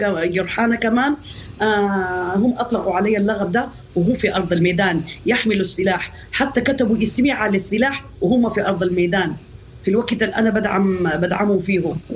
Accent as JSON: {"language": "Arabic", "country": "Sudan", "said": "لكن أنا بتكلم عن شخصي أنا كمطربة وكإنسان كفنانة سودانية، أنا داعمة لقوات الشعب المسلحة"}